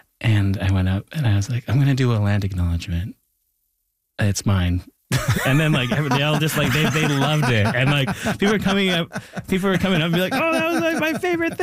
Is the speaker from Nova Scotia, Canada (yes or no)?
no; Thunder Bay, Ontario, Canada; And I bring that back even to growing up in Thunder Bay, where like, you know, there is like, you know, a lot of tensions between